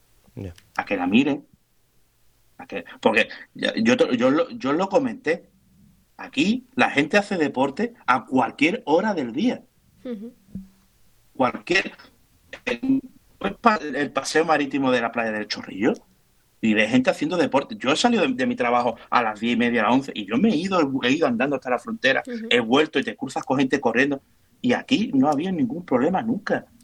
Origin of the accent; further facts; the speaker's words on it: Ceuta, Spain; Ya no como ceutí